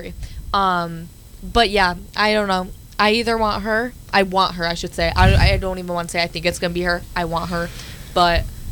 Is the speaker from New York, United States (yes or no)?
yes; Buffalo, New York, United States; I'm from Buffalo.